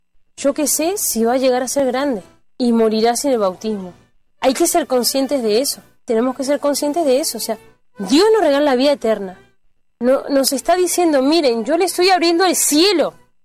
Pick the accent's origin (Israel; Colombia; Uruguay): Uruguay; born there; yo nací en Uruguay, tengo 7 hermanos